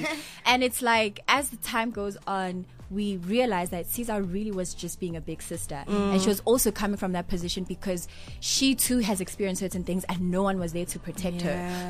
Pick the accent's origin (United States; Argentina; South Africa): South Africa; a sense of empowerment as a South African woman